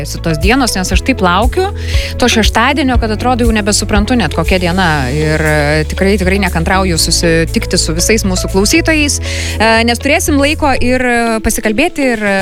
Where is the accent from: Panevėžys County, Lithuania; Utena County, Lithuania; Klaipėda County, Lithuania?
Klaipėda County, Lithuania; Šilutė; Mano kraštietis, tiesa, jis iš Rusnės, aš iš Šilutės, bet vis tiek esam kaimynai